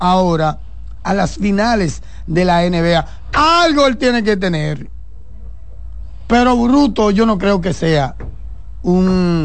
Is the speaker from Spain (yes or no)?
no; Dominican Republic; porque somos dominicanos